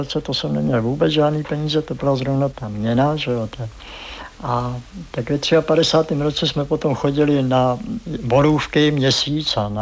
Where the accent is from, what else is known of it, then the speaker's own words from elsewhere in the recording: South Bohemian Region, Czechia; no, dělal jsem tady zkoušky a teď vidím, že nejsem přijatý, jsem z Jižní Čech.